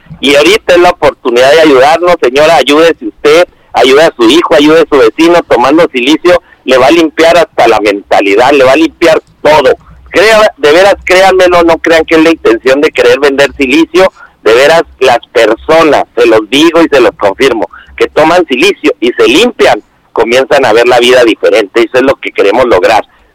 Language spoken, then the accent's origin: Spanish; Mexico; pues si somos mexicanos, vamos a apoyarnos nosotros